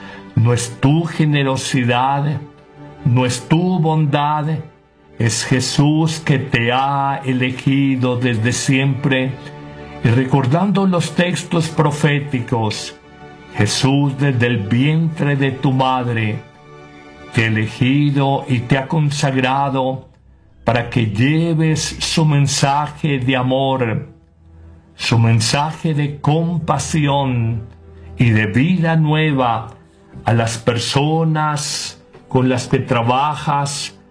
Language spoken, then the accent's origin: Spanish; Colombia